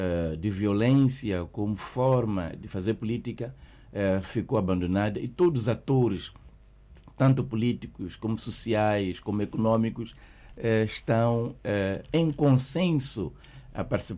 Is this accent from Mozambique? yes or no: yes; Mozambique; para que todos nós, como moçambicanos, continuemos a ter orgulho de sermos moçambicanos